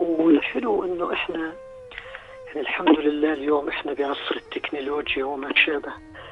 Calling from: Jordan; أنا من الأردن

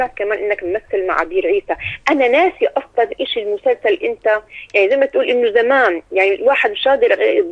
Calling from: Jordan; فخر مطربنا عنا في الأردن

